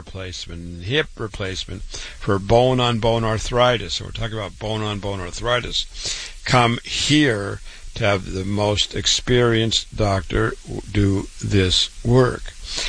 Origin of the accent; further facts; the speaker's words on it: Waterloo, Iowa, United States; Born and raised in Waterloo, Iowa.